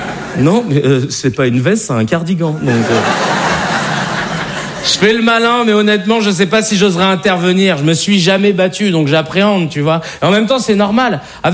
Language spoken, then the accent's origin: French; Paris, Île-de-France, France; Vous savez, j'ai grandi à Paris dans le 19e et ensuite j'ai déménagé dans une ville qui s'appelle Arcueil au sud de Paris.